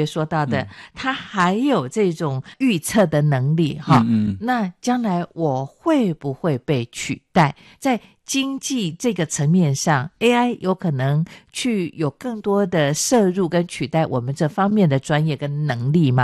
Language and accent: Chinese; Taiwan; first language Taiwanese Hokkien; Chinese is a second language; 我的母语台语